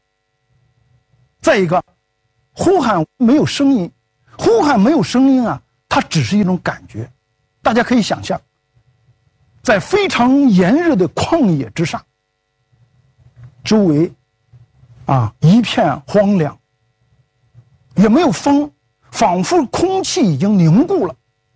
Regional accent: China; 我们中国人呢，有祭拜龙王的这样的传统和习惯。

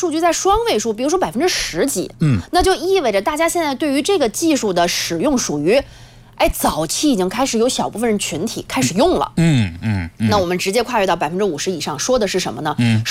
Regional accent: China; 我们中国人非常熟悉的新东西

